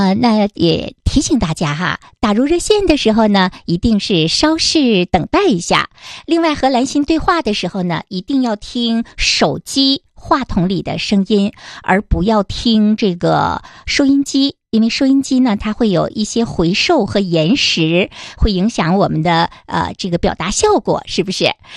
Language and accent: Chinese; Changchun, Jilin, China; 我们长春人